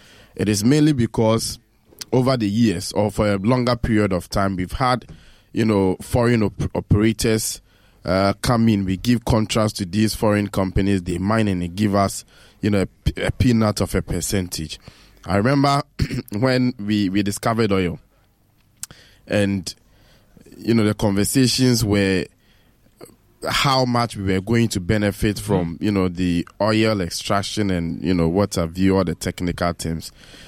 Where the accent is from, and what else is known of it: Ghana